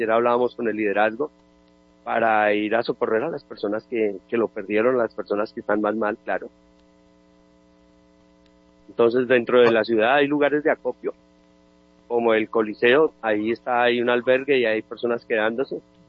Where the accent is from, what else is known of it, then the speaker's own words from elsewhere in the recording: Colombia; todos nosotros como colombianos